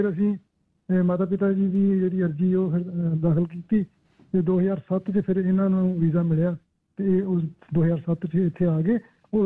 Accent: Amritsar, Punjab, India; ਅਸੀਂ ਸਾਰੀ ਪੰਜਾਬ ਤੋਂ ਅੰਮ੍ਰਿਤਸਰ, ਸ੍ਰੀ ਅੰਮ੍ਰਿਤਸਰ ਸਾਹਿਬ ਤੋਂ ਬਿਲੋਂਗ ਕਰਦੇ ਹਾਂ। ਪਿੱਛੋਂ ਸਾਡਾ ਪਿੰਡ ਵੈਸੇ ਹੈਗਾ ਵਾ ਸੂਰੋ ਪੱਡਾ

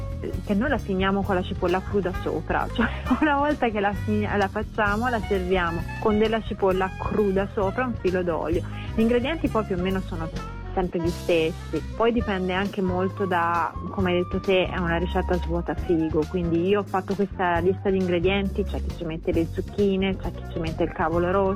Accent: Siena, Tuscany, Italy; poi io dico la variante senese, che è quella lì con cui sono cresciuta

